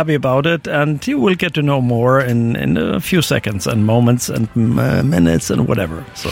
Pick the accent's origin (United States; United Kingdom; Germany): Germany; Griesheim, Hesse; English is a second language; Right. I've been there yesterday. First time in my life, by the way. Yeah … from Darmstadt or from Griesheim, and I had